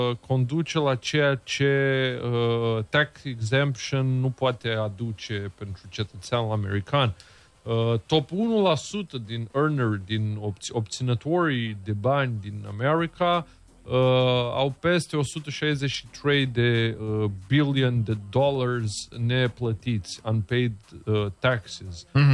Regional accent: Romania; norocul nostru ca români, că nu suntem americani

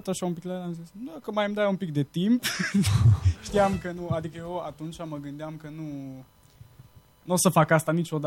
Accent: Romania; suntem români

